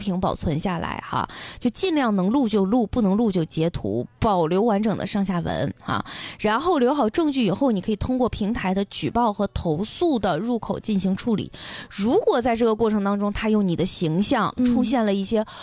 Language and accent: Chinese; Northeast China, China; 我一个东北人